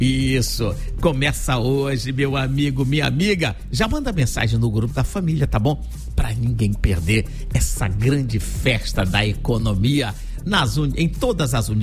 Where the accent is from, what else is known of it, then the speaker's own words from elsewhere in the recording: Maranhão, Brazil; moved away; Lá no meu estado do Maranhão